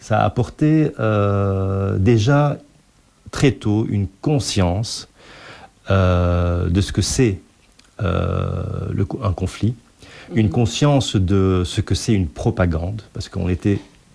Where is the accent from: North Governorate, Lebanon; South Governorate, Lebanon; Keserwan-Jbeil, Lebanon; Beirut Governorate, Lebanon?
North Governorate, Lebanon; Tripoli; Tripoli est une grande ville. Moi, je suis né à Amina, quartier du port.